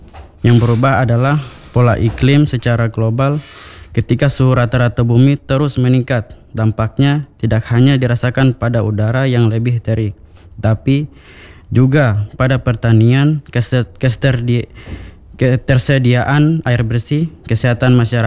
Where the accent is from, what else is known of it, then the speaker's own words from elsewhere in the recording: Central Sulawesi, Indonesia; Saya dari Desa Singura.